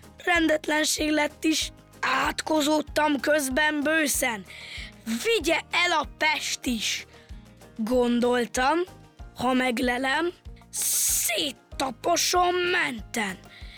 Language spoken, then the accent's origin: Hungarian; Kecskemét, Bács-Kiskun, Hungary; Kecskemétről jöttem, 9 éves vagyok